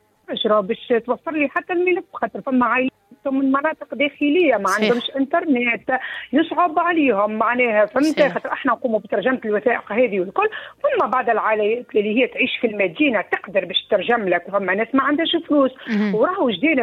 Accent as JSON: {"language": "Arabic", "country": "Tunisia", "moved": "yes", "said": "انا بسيبتي تونسي"}